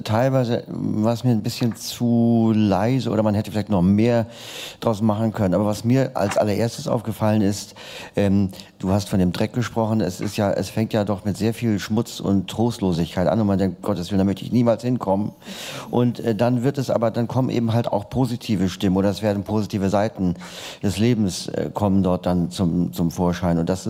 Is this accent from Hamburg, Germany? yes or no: yes; Hamburg, Germany; wenn ich in Hamburg jemanden, ich komme aus Hamburg, wenn ich da ein Radiointerview höre